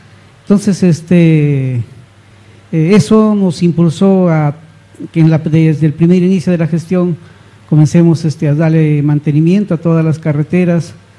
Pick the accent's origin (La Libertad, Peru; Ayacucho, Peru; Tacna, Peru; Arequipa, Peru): La Libertad, Peru; Otuzco; yo soy de Otuzco.